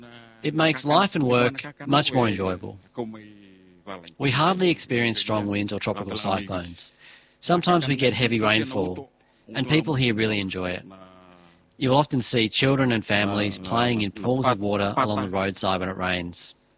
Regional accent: Navuchi, Eastern Division, Fiji; also born or lived in Toko; now in Nauru; I'm originally from Toko in Overlau, but I was raised in Navuchi, Motariki, in the Lomaiviti province of Fiji. I arrived in Nauru in October 2016, and this is now my 10th year living here.

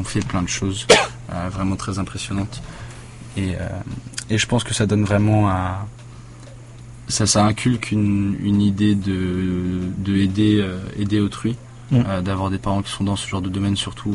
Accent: Vanuatu; born there

